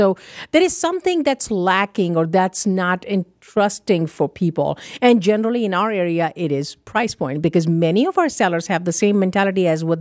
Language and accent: English; England, United Kingdom; moved away; Yeah, we are, the reason I love here, I moved here from England, is the community.